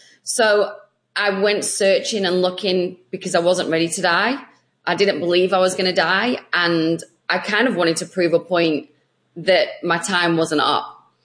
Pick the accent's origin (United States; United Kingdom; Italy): United Kingdom; England; now in Australia; So I am actually originally from England, but I do live in Australia.